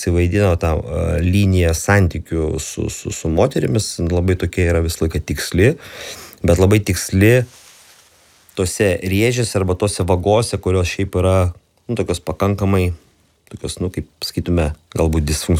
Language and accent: Lithuanian; Vilnius, Vilnius County, Lithuania; o kadangi aš dar esu čia vietinis, aš iš Donelaičio gatvės esu, tai man apskritai Vingio parką